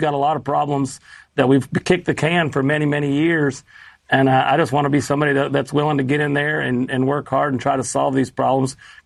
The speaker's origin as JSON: {"language": "English", "region": "North Carolina", "country": "United States", "said": "I'm from Western North Carolina. My family's been in agriculture for a long time."}